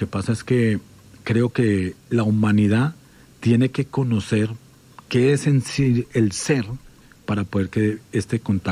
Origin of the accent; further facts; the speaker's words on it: Pereira, Risaralda, Colombia; Yo soy de Pereira